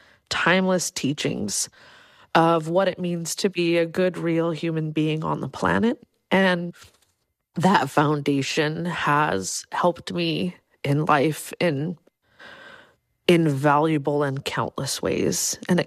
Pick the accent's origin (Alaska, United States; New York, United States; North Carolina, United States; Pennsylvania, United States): Alaska, United States; Clark's Point; my grandmother was Manchoq, and I was raised with her in Clark's Point in Bristol Bay.